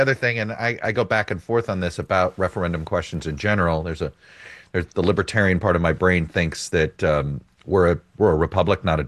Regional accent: Florida, United States; you want to talk about the my home state of Florida

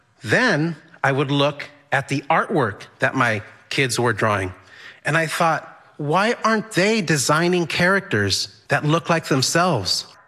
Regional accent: El Paso, Texas, United States; moved away as an adult; also born or lived in Juarez, Mexico; now in Boston, United States; I was born and raised in El Paso, Texas, but I was raised in two cities, El Paso, Texas, and Juarez, Mexico. I have been living here in the Boston area for, I would say, about 21 years

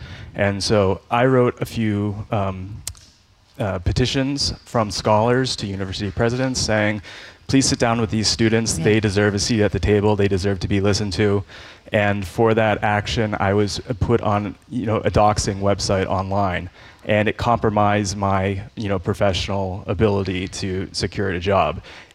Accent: Sherborn, Massachusetts, United States; I'm a product of public schooling here in Massachusetts. I grew up in Sherbourne. I went to Dover Sherbourne Regional High School.

